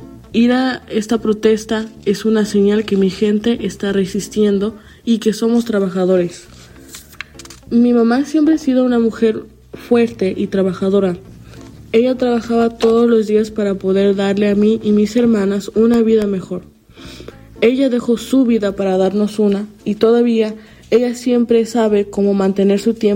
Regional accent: Chicago, Illinois, United States; Yo nací y crecí en Chicago, crecí viendo los eloteros, paleteros y los trabajadores que vinieron para una vida mejor.

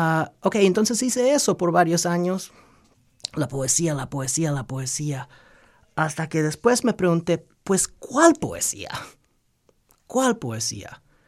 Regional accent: Los Angeles, California, United States; hablamos español en casa y crecí con culturas muy centroamericanas, pero en verdad yo crecí en Los Ángeles.

